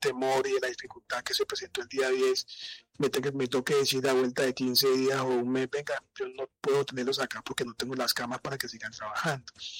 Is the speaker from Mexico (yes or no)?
no; Buenaventura, Valle del Cauca, Colombia; Yo soy de Buenaventura, para que lo sepan, y me llegó una información de que habían pacientes con fracturas expuestas afuera del hospital Luisa Blanca de La Plata. Armamos un equipo de cirujanos también de Buenaventura